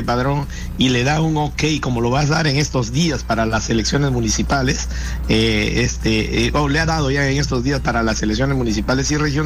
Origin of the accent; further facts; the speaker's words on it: Iquitos, Loreto, Peru; moved away; visitar mi tierra en Iquitos